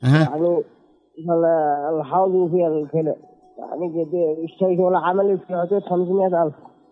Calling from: Amran, Yemen; من عمران الأهلا بالحشين من بني سريم.

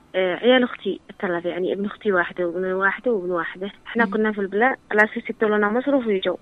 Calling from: Yemen; من الصافية.

